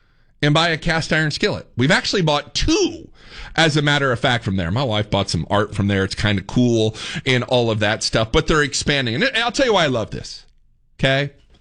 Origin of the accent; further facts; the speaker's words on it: Fort Wayne, Indiana, United States; moved away as an adult; now in Dallas-Fort Worth, United States; when the wife and I moved down here, we didn't know anything about DFW. I mean, we're from Fort Wayne, Indiana.